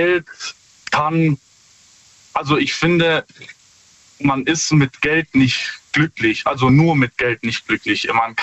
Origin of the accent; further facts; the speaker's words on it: Stuttgart, Baden-Württemberg, Germany; Ja, hi. Stuttgart.